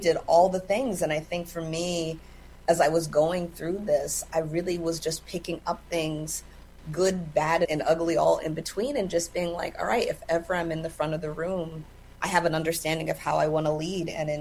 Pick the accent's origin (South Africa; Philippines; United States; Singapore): United States; California; I grew up in California, and as all things do that start with me, it started with Sesame Street.